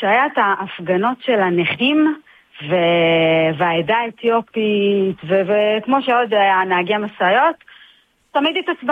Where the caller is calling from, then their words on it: Tel Aviv, Tel Aviv District, Israel; בתור תל אביבית